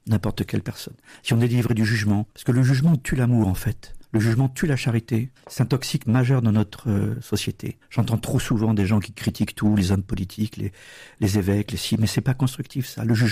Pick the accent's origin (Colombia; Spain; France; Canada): France; Limoges, Nouvelle-Aquitaine; Quand j'étais jeune à Limoges